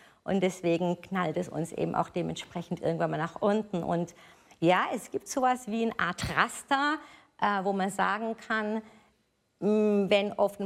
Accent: Nuremberg, Bavaria, Germany; ich komme aus Nürnberg

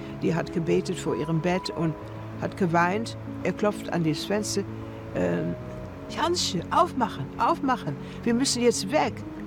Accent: Netherlands; born there; German is a second language; Ich bin geboren in Holland. Ich bin ein Holocaust-Überlebende.

